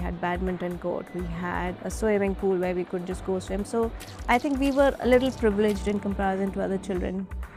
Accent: Karachi, Sindh, Pakistan; I'm from Karachi, Pakistan, and I'm a marketer.

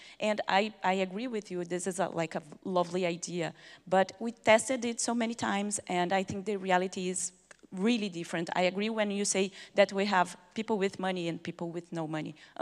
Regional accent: Brazil; English is a second language; But I come from Brazil. People don't have money sometimes to eat.

